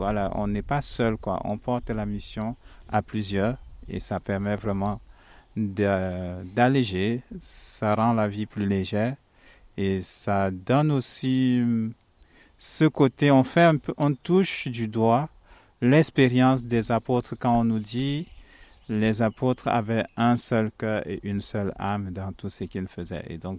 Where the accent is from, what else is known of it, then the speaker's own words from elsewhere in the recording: Cameroon; now in France; Oui, je suis né au Cameroun, j'ai grandi au Cameroun.